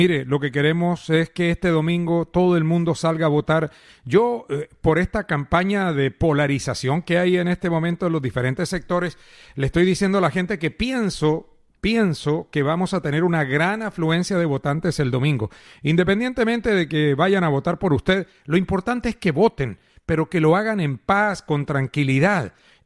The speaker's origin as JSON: {"language": "Spanish", "country": "Colombia", "said": "los colombianos"}